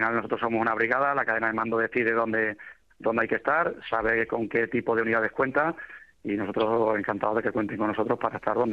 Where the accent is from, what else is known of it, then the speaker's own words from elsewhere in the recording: Extremadura, Spain; que soy extremeño